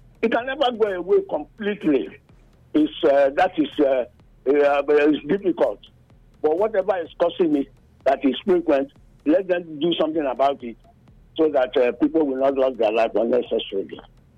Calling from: Nigeria; I'm calling from Obeson Community.

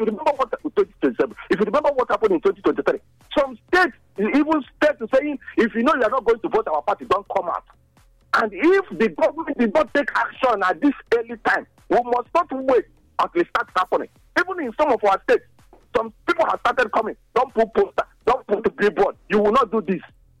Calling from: Benin City, Edo, Nigeria; I'm calling from Benin.

